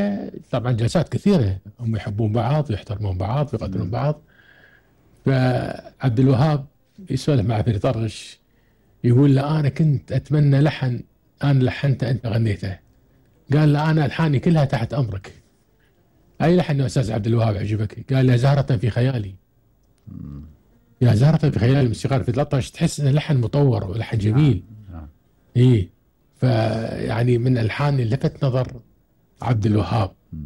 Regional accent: Kuwait

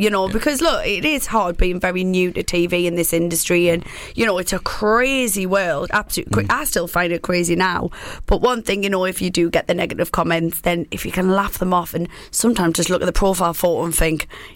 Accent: Southend-on-Sea, East of England, United Kingdom; So I'm originally from Southend in Essex.

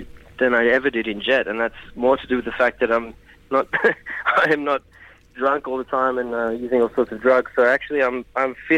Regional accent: Australia; born there; moved away; also born or lived in Berlin; But I was born in Australia.

